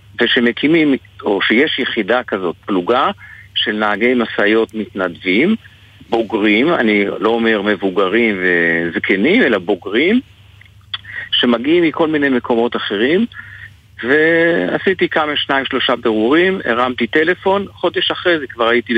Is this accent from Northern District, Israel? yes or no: yes; a moshav in the Jezreel Valley, Northern District, Israel; גדלתי במושב בעמק ישראל, מתחת ההקפה של רמת דוד